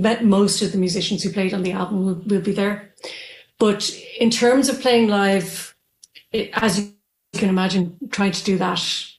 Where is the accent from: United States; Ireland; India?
Ireland; Because I grew up in Ireland